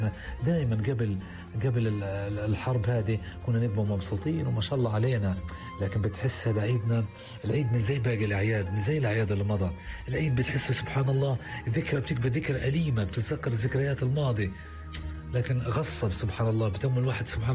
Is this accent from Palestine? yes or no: yes; Palestine; لكن احنا أعيادنا احنا كفلسطينيين وخاصة أولاد الشهداء غير أعيادهم